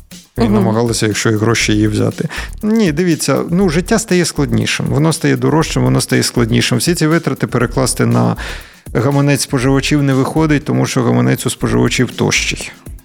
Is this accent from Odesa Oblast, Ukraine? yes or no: yes; Odesa, Odesa Oblast, Ukraine; Я от з Одеси знаю, що вивозили. Це були наші українці, наші одесити.